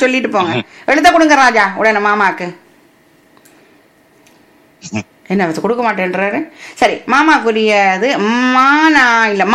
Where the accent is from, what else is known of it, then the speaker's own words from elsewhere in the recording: Sri Lanka; moved away; எங்களுடைய தாயகத்தின்